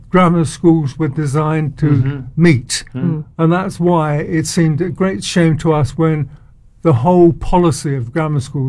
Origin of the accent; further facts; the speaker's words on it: London, United Kingdom; born there; moved away as an adult; also born or lived in Buckinghamshire; now in Cambridge, United Kingdom; I moved away from Tooting in, I think in the 80s, something like 70s.